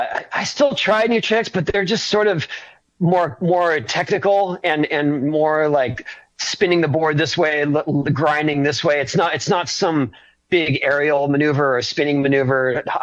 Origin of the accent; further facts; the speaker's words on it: San Diego, California, United States; Yeah, well, I grew up in San Diego